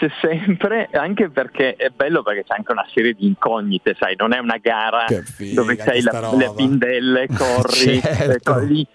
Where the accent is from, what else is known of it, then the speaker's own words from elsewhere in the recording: Piedmont, Italy; perché quando mi aspettano, preparano i ristori, che sono dei pranzi di nozze per me che sono piemontese, no?